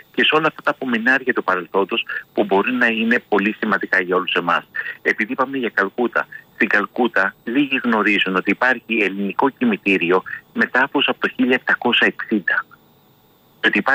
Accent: Greece; Έχουμε μια εσωτερικότητα που δεν θα έπρεπε να την έχουμε σαν Έλληνες.

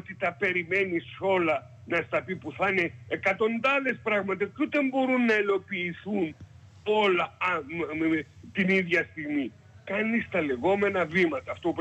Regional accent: Apolakkia, South Aegean, Greece; now in Rhodes, Greece; για να πάω στο χωριό μου μέχρι τώρα ήταν 1 ώρα και 10 λεπτά, στην Απολακιά

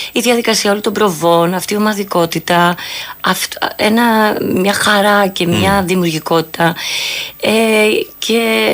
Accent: Agioi Anargyroi, Attica, Greece; born or raised there; also born or lived in Boston, United States

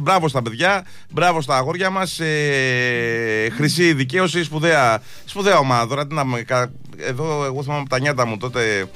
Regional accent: Aigio, Western Greece, Greece; Εγώ ήμουν στο χωριό μου στο Αίγιο. Ήτανε τέλεια.

